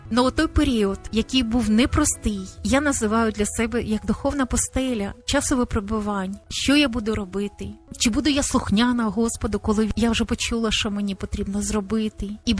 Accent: Kyiv, Ukraine; хоча я киянка

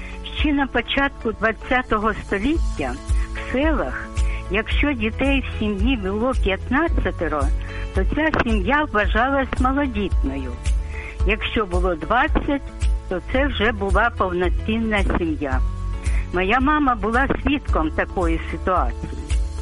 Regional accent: Kharkiv, Kharkiv Oblast, Ukraine; Розповім про мій рідний Харків.

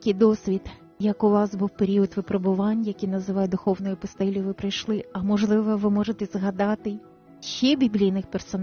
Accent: Kyiv, Ukraine; хоча я киянка

